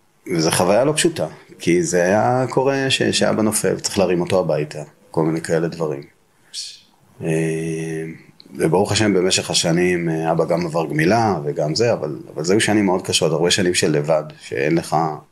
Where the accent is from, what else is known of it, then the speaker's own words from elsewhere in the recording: Mazkeret Batya, Central District, Israel; נולדתי במזכרת בתיה למשפחה ספרדית, ממוצעת, מסורתית.